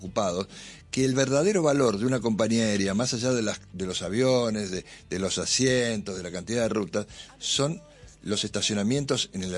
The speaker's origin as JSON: {"language": "Spanish", "country": "Argentina"}